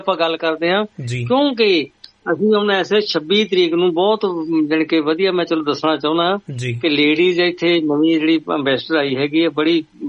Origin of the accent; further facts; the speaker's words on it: Punjab, India; ਗੰਨਾ ਪਿੰਡ ਵੀ ਵਿੱਚ ਉਹਦਾ, ਮੀਆਂ ਵਾਲੇ ਵੀ ਵਿੱਚ ਉਹਦਾ, ਮੇਰਾ ਇਲਾਕਾ ਉਹੀ ਆ, ਉੱਥੇ ਮੇਲਾ ਹੁੰਦਾ ਮੌ ਸਾਹਿਬ